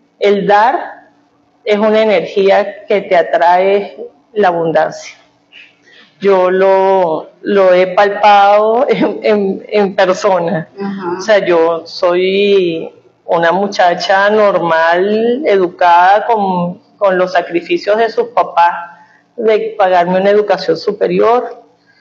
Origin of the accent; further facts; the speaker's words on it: Venezuela; como decimos los venezolanos